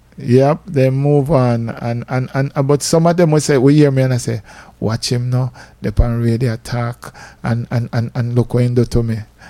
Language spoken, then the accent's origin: English; Saint Mary Parish, Jamaica; So I say I'm from St. Mary. She said, but how me not know you? Me should not where? So I say I'm from Dean Pen.